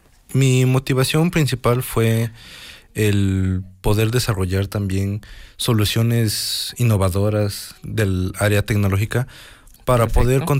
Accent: Izúcar de Matamoros, Puebla, Mexico; soy de aquí, de Izúcar de Matamoros.

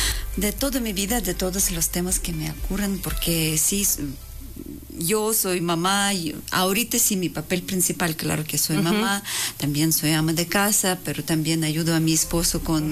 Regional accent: Russia; Spanish is a second language; moved away as an adult; now in Mexico; soy rusa, que vino a México hace 14 años

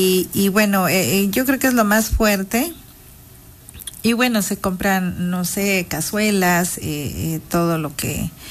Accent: Mazatec region, Mexico

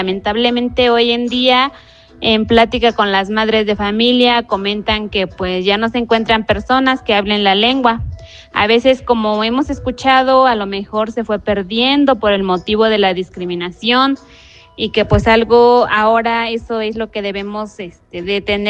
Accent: San Marcos Tlacoyalco, Puebla, Mexico; Yo vengo del municipio de Tlacotepec de Benito Juárez, de la comunidad de San Marcos Tlacoyalco, en la cual hablamos una lengua que es la lengua popolocan guigua.

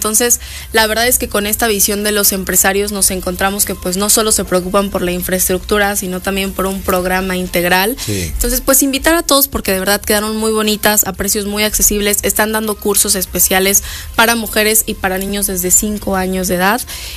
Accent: Puebla, Mexico; nosotros somos empresarios poblanos

